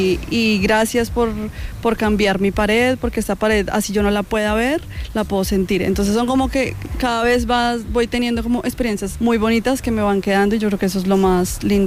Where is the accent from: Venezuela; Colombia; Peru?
Colombia; moved away as an adult; now in Spain; yo soy migrante, yo soy colombiana, llevo 10 años acá